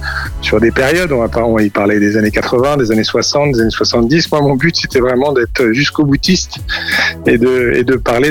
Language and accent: French; Paris, Île-de-France, France; Moi, je suis parisien, donc j'ai la chance de pouvoir aller très facilement à la Bibliothèque nationale de France